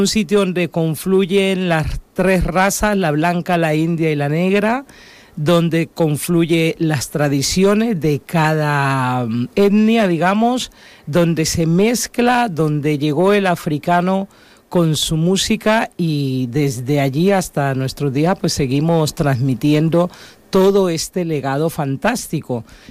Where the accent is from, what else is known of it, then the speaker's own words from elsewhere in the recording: Tumaco, Nariño, Colombia; yo soy de Tumaco, Nariño, Colombia. Tumaco es un pueblo de pescadores con más o menos del tamaño de la isla de Ibiza.